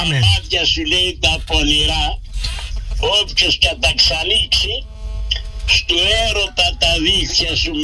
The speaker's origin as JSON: {"language": "Greek", "area": "Chania", "region": "Crete", "country": "Greece", "tie": "born there", "said": "Το χωριό μου είναι στον Αποκόρνα, το Μουρί."}